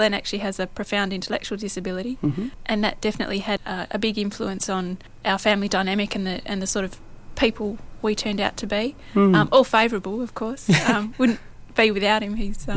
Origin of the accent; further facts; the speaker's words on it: Manjimup, Western Australia, Australia; we lived in three different houses when we were in Manjimup, but the one I remember most was in Pritchard Street.